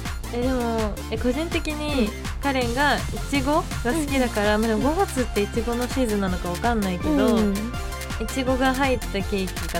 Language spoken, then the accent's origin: Japanese; Tokyo, Japan; also born or lived in Okinawa; 沖縄県生まれ、東京都出身の19歳、もうすぐ20歳になります。